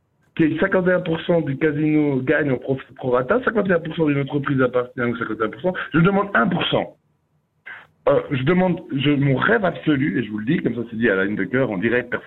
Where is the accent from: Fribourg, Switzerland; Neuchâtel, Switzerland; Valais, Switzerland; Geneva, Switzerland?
Neuchâtel, Switzerland; je suis de Neuchâtel, où j'habite en dessous de la gare